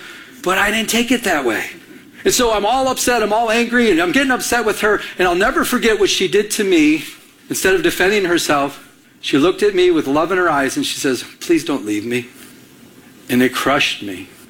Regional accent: Michigan, United States; moved away; I'm from Michigan.

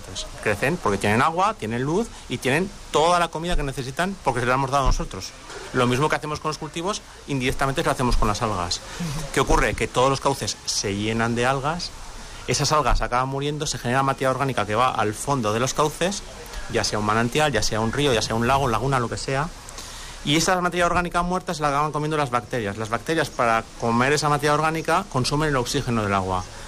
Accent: Torremocha de Jiloca, Aragon, Spain; yo soy de Torremocha de Jiroca

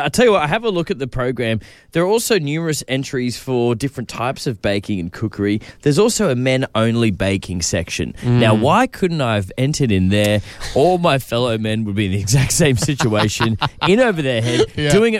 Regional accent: Sydney, New South Wales, Australia; I was came from Sydney. I grew up down there.

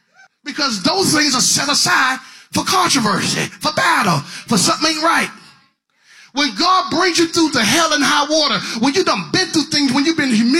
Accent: North Carolina, United States; When we was growing up in Eastern North Carolina, you know about this time of the year, right about October, they were killing hogs.

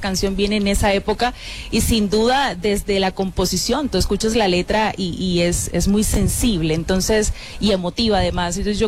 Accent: Colombia; y como colombiana escucharlo también nos eriza la piel.

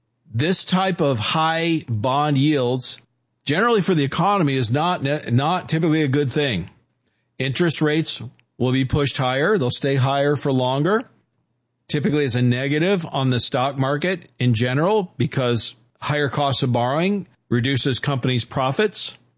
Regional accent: Kansas City, Missouri, United States; born there; I'm like, "No, I was born in Kansas City, Missouri." So I'm as American as it comes, but I am half Hungarian, my dad's heritage

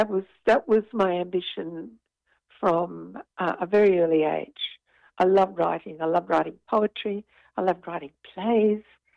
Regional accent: Brisbane, Queensland, Australia; moved away as an adult; now in Sydney, Australia; and then I grew up in Brisbane. Education in Brisbane.

